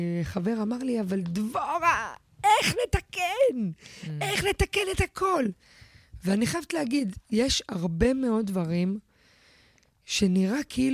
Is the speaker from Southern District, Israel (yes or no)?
yes; Beersheba, Southern District, Israel; אני גדלתי בבאר שבע בשנות ה-90, גרנו ברחוב העלייה, השבעת לך רומנים, פולנים, מרוקאים, פרסים, דתיים, חרדים, חילונים.